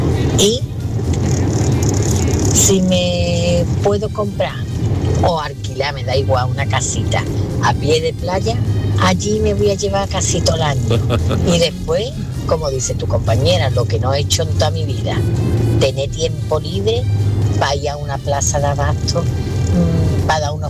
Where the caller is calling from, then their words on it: Seville, Andalusia, Spain; de Sevilla. Pues yo creo que me quedan para jubilarme unos 7 años.